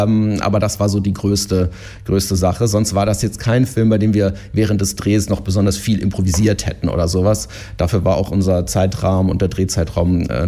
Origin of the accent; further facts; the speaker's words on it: Heidelberg, Baden-Württemberg, Germany; also born or lived in Leimen; Und ich bin in Heidelberg aufgewachsen, aber in Leimen geboren.